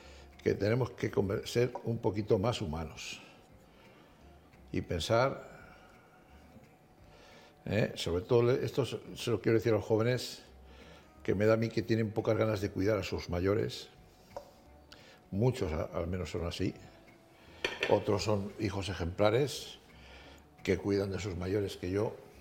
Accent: Portugalete, Basque Country, Spain; also born or lived in Salamanca, Spain / Bilbao, Spain; aunque nací en Salamanca, me crié en Bilbao, y bueno, más en Bilbao, siendo niño, en Portugalete. De hecho, yo tomé la primera comunión en Portugalete.

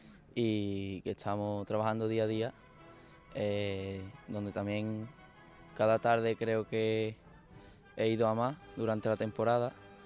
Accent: Los Palacios y Villafranca, Andalusia, Spain; mi pueblo de Los Palacios

